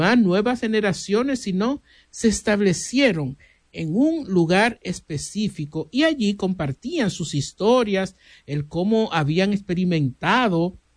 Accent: Dominican Republic; No podemos hablar de nosotros, por ejemplo, como los dominicanos nada más.

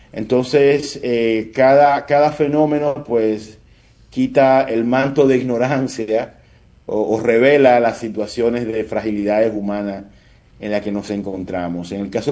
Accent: Cibao, Dominican Republic; las personas del Cibao Central hemos construido nuestras ciudades en medio de esa falla

